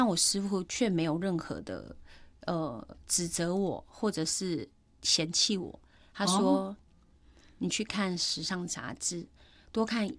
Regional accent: Miaoli, Miaoli County, Taiwan; 那他是新竹人，我是苗栗人，或许也是有这样的关系。

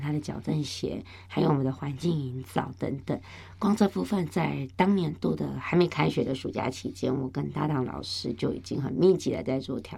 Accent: southern Taiwan, Taiwan; moved away as an adult; now in New Taipei, Taiwan; 。那其实在之前我有在南部屏东高雄当过代理老师跟教保员，那有幸在109年的时候考上新北的公幼教师这样子

